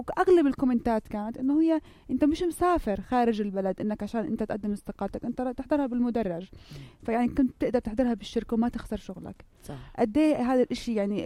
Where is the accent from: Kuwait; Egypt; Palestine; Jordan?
Jordan; إحنا كشعب أردني أديه إحنا نشامة